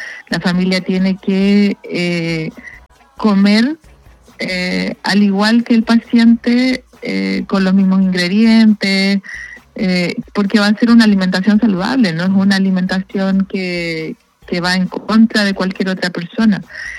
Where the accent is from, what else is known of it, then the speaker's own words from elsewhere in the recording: Valparaíso, Chile; yo soy oriunda de Valparaíso